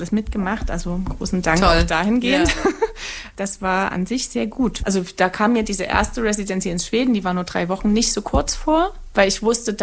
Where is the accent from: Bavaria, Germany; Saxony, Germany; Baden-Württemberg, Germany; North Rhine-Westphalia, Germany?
Saxony, Germany; habe ich das quasi mit der Landschaft meiner Herkunft, wo ich aufgewachsen bin, gemacht, das Erzgebirge, wo ich eigentlich immer erstmal weg wollte, weil es kam mir immer eng vor.